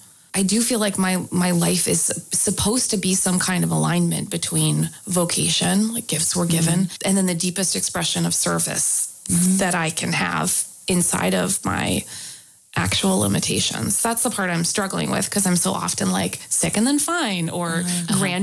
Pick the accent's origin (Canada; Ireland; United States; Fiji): Canada; moved away; as a Canadian